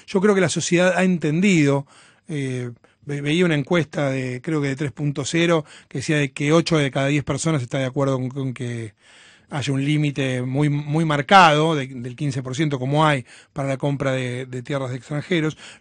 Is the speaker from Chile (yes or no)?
no; Argentina